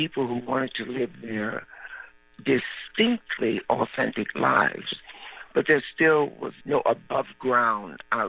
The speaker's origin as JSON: {"language": "English", "town": "Baltimore", "region": "Maryland", "country": "United States", "tie": "born or raised there", "also_born_or_lived": "Ohio / Madison / Chicago", "moved": "as an adult", "lives_now": "New York, United States", "said": "growing up in Baltimore, Maryland, I was aware of it. This is before I went away to go to college and before I lived as a Chicago actor and before I arrived in New York in 1973"}